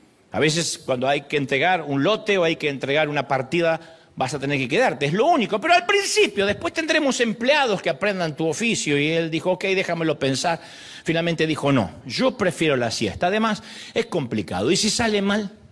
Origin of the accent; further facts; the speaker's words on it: Argentina; now in United States; 3 colectivos, le decimos en mi país